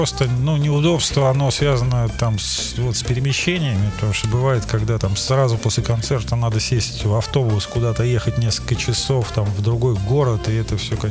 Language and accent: Russian; Russia